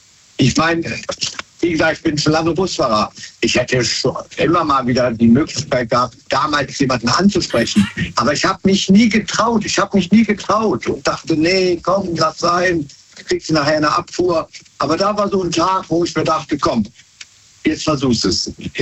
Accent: Wesseling, North Rhine-Westphalia, Germany; aus Wesseling.

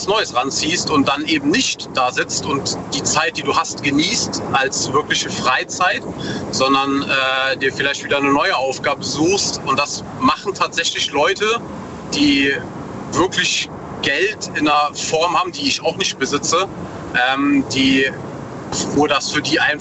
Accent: North Rhine-Westphalia, Germany; Aus der Eifel, NRW.

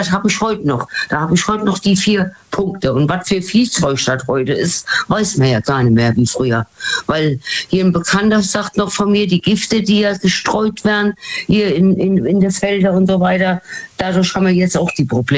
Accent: Rhineland-Palatinate, Germany; Aus dem Westerwald.

